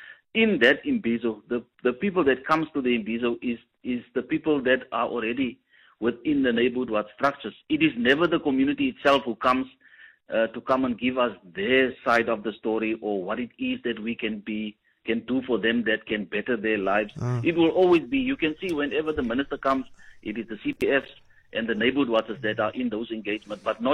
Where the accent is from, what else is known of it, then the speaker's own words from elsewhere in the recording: Cape Town, Western Cape, South Africa; I grew up in Plainfield.